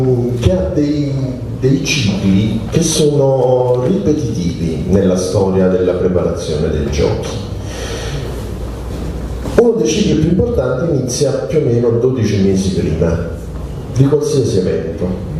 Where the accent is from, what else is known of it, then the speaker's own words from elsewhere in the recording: Trentino-Alto Adige, Italy; moved away; io non sono di Taranto, io vengo dal Trentino Alto Adige, come si comprende dal mio accento, e da lì sono sceso in Italia